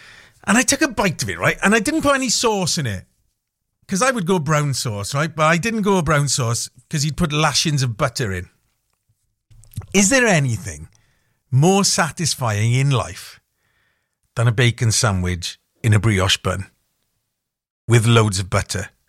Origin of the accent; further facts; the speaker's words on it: Carmarthen, Wales, United Kingdom; I'm from Carmarthen.